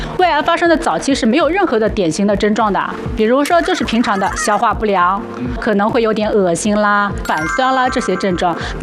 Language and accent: Chinese; China; 我们中国人